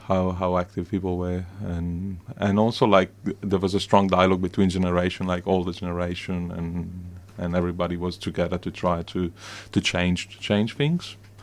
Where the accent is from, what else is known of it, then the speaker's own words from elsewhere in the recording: Castelfranco Veneto, Veneto, Italy; Sono di Castelfranco Veneto, in provincia di Treviso